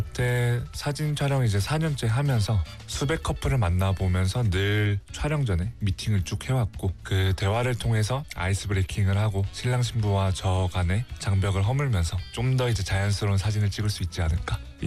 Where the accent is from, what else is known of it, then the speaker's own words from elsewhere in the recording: Jeju, South Korea; moved away as an adult; now in Busan, South Korea; 제주도에서 나고 자란 부산에 지금 산 지 3년 반 된 웨딩스냅 작가